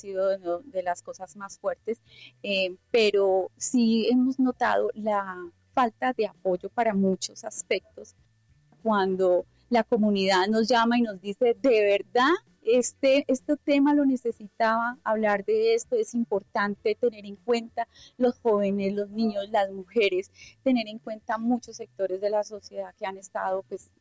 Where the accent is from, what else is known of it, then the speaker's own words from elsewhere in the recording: Quindío, Colombia; yo vengo del Quindío